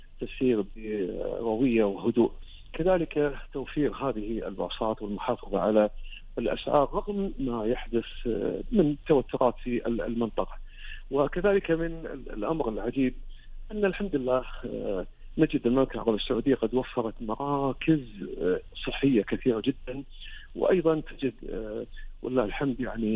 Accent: Kuwait; وأيضا مدير الحج عندنا في الكويت

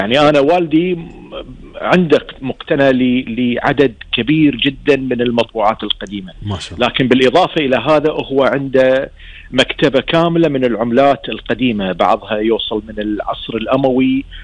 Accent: Kuwait; احنا كان عندنا في الكويت

